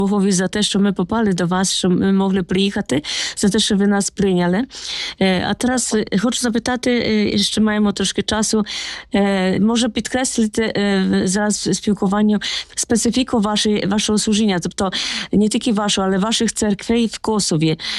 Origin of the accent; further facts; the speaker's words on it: Poland; Окрім цього, я сама з Польщі родом, так? І у нас в Польщі часто є такі розалі для чоловіків